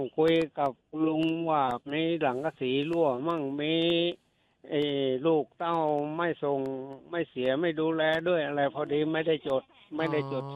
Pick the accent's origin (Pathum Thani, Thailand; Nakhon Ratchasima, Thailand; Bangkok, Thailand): Pathum Thani, Thailand; ครับผมผมเป็นคนปทุมเนอะ